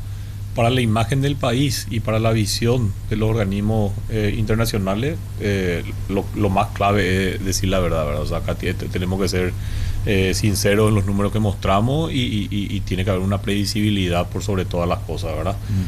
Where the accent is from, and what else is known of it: Paraguay